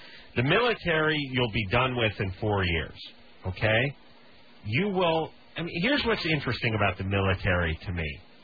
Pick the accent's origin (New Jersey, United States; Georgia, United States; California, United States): California, United States; North Hollywood; I'm from North Hollywood.